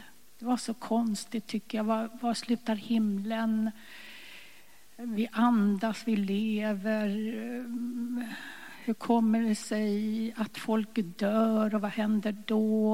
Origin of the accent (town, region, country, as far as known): Stockholm, Stockholm County, Sweden; born or raised there